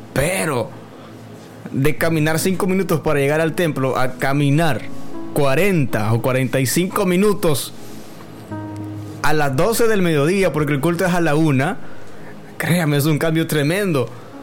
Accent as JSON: {"language": "Spanish", "country": "El Salvador"}